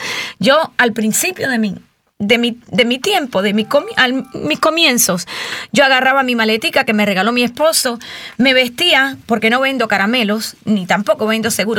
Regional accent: Cuba; moved away; Yo soy cubana, pero me quedé sin papá cuando tenía 10 años.

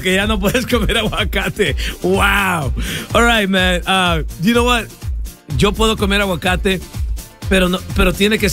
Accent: El Salvador; Yo soy del West Side, you know what I mean? Yo soy del West Side. It's not like a Salvador is huge, bro. We're small.

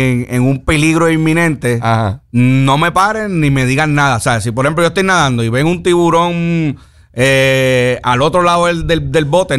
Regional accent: Puerto Rico; Yo soy el deportista puertorriqueño con más récord Guinness.

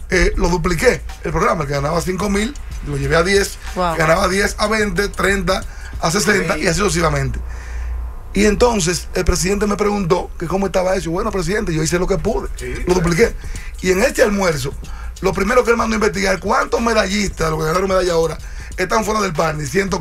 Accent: Dominican Republic; Somos comparones los dominicanos.

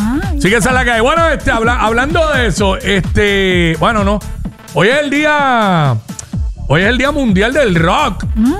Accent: Cabo Rojo, Puerto Rico; also born or lived in Mayagüez, Puerto Rico / San Germán, Puerto Rico; San Germán yo lo considero, a pesar de que yo nací en Mayagüez y hice toda mi vida en Cabo Rojo, para mí San Germán yo lo considero mi segundo pueblo. ¿Por qué? Porque ahí me eduqué a nivel universitario y trabajé 9 años de mi vida.

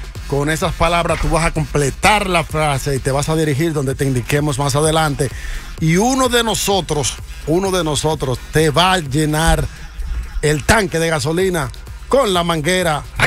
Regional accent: Ecuador; now in New York, United States; Somos ecuatorianos, bro, acá

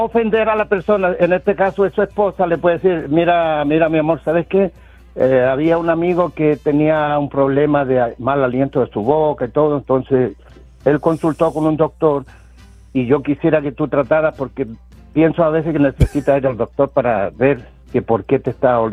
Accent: Chile; yo soy chileno y admiro el trabajo que ustedes hacen

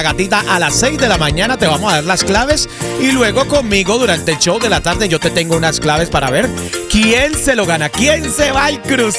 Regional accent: Colombia; moved away; nosotros los colombianos tenemos que estar unidos. Mañana vamos a celebrar nuestra independencia.

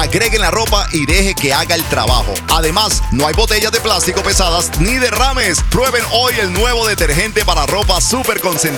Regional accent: El Salvador; Ay. Soy salvadoreño. Voy para allá, hermano.

